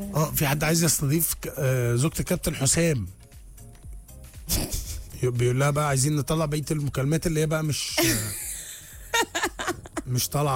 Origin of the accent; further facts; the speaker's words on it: Egypt; عندنا في مصر